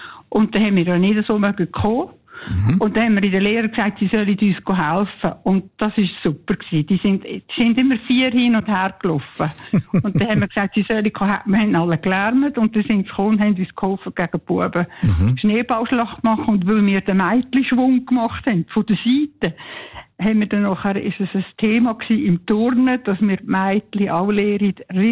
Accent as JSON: {"language": "German", "region": "Lucerne", "country": "Switzerland", "tie": "born or raised there", "said": "Ja, ich bin in Luzern aufgewachsen und bin im Meinhof-Schulhaus in der Schule."}